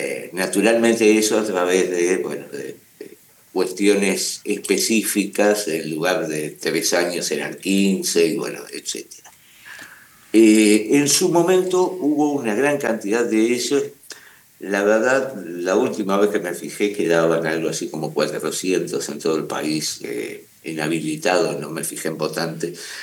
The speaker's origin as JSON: {"language": "Spanish", "country": "Paraguay", "tie": "born or raised there", "said": "Yo viajo con un pasaporte uruguayo que dice que soy ciudadano de Uruguay, pero natural de Paraguay."}